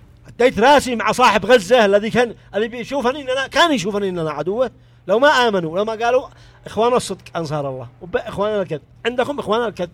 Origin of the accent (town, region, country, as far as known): Yemen